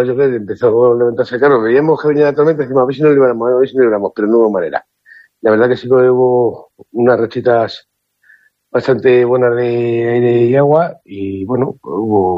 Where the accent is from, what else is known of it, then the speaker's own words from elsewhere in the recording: Ávila, Castile and León, Spain; defenderle en mi tierra